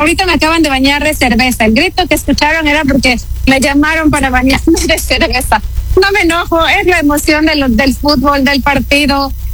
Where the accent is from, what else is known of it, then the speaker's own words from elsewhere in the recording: Ecuador; moved away as an adult; now in Los Angeles, United States; Yo no llevo mucho tiempo fuera de mi país, un año y medio